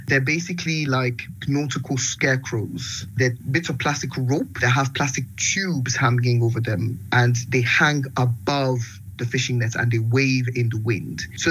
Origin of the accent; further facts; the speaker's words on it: Sierra Leone; You know, I'm from Sierra Leone, a country that had a decade-long civil war.